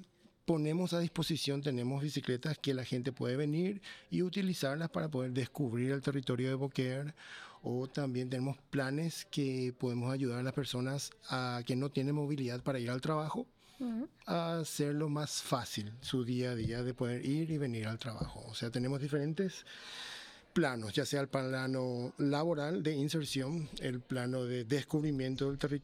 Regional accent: Paraguay; also born or lived in United States

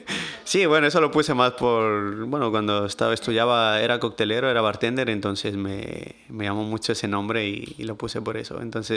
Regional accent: Ecuador; moved away; Entonces, me fui a Ecuador y la verdad que ese mes me ayudó bastante porque ya el de yo trabajar y regresar a Ecuador y ver las cosas allá, es como que me entraron otra vez las ganas de estudiar

